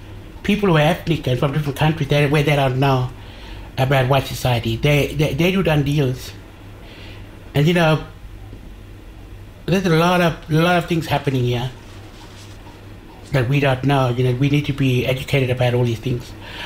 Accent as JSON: {"language": "English", "town": "Tiwi Islands", "region": "Northern Territory", "country": "Australia", "said": "I come from the Tiwi Islands, and I'm Walpri, Mix, Macharat, Almajiri, Kurinji, Ngarang, And you know, a big tribe everywhere, mixed with everything."}